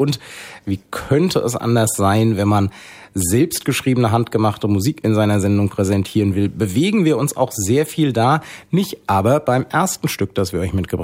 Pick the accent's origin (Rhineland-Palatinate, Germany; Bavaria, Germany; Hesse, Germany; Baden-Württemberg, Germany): Hesse, Germany; Hanau; Ich komme ja aus der Weststadt, also Kesselstadt West.